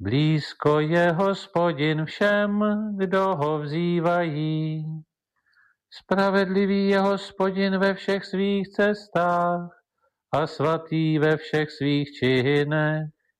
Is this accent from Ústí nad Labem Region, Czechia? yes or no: no; Pardubice, Pardubice Region, Czechia; moved away; Já pocházím z Pardubic původem, takže tam jsem chodil do kostela arciděkanského, který je zasvěcený svatému Bartolomějovi.